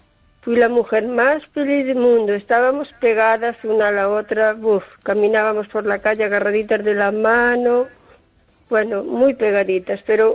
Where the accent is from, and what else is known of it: O Carballiño, Galicia, Spain